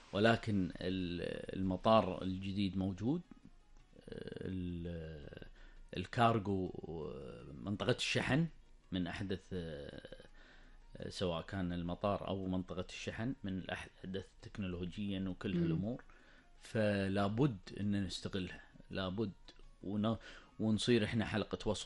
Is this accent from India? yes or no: no; Kuwait; موجود عندنا بالكويت